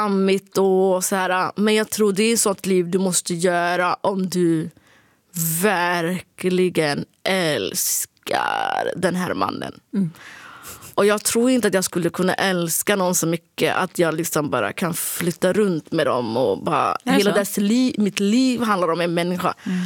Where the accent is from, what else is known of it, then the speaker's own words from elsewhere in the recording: Sweden; accent: Standard Swedish; Jag tycker att jag alltid låter, jag tycker att jag pratar rikssvenska liksom.